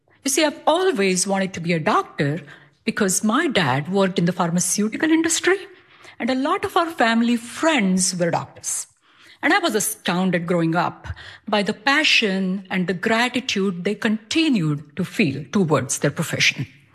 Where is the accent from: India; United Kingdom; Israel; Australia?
India; now in Lancaster, United States; I'm from Lancaster, Pennsylvania, where I immigrated 25 plus years ago from India.